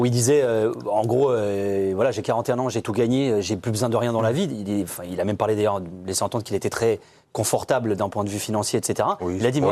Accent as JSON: {"language": "French", "country": "France", "said": "Moi, je suis français, monsieur"}